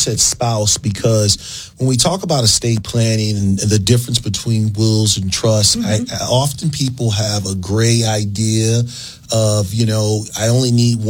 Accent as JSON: {"language": "English", "town": "St. Louis", "region": "Missouri", "country": "United States", "tie": "born or raised there", "said": "I'm from St. Louis, lived in St. Louis my entire life."}